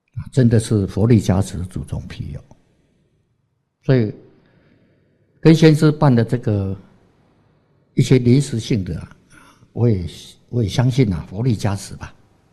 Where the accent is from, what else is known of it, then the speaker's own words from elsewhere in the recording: Taiwan; accent: Taiwanese accent; 我们是台湾口音的讲台语的